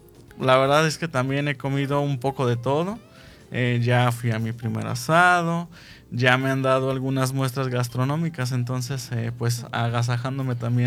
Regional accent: Guadalajara, Jalisco, Mexico; la ciudad Paraná me ha parecido similar a Guadalajara, que es de donde yo soy

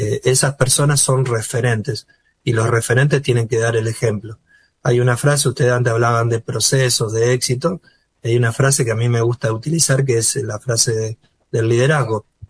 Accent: Argentina

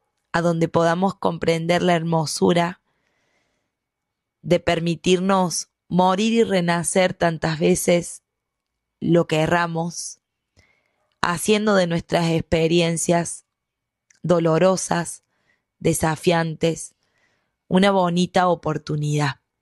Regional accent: Córdoba, Argentina; Soy de Córdoba, Argentina.

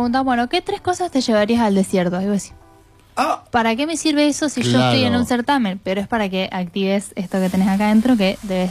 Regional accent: Argentina; ¿pero por qué tengo que estar mirando en Estados Unidos si soy de Argentina?

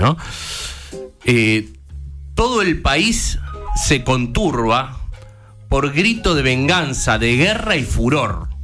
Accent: Argentina

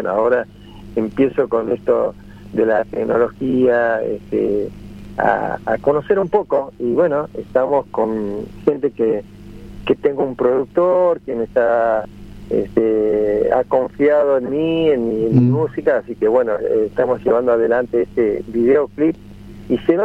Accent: Atamisque, Santiago del Estero, Argentina; Yo soy de Atamisque, de un paraje a 5 kilómetros de Atamisque vivía

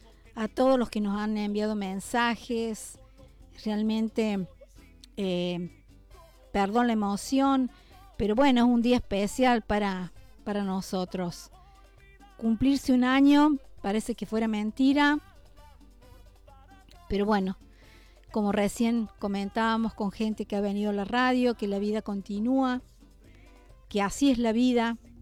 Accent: Argentina; Somos argentinos y debemos demostrarlo con este color tan lindo, el celeste y blanco.

